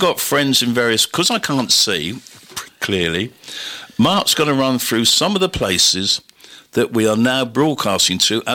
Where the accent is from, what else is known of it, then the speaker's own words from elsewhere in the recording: Buckland, South East England, United Kingdom; How would you pronounce it? Because I come from Buckland.